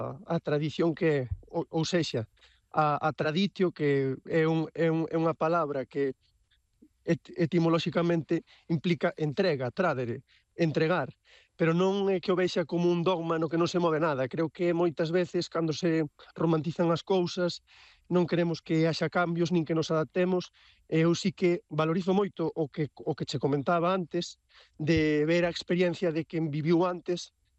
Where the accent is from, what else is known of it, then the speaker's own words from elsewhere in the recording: Galicia, Spain; e como galegos temos que aprezalo porque é tamén parte do que somos nós, non?